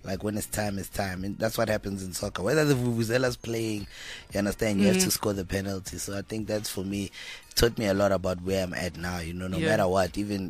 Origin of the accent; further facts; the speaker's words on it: Ga-Rankuwa, North West, South Africa; I grew up in Zone 2, ne?